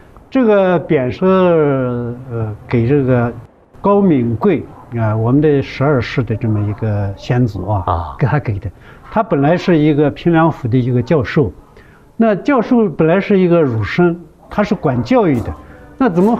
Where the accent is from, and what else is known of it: Gansu, China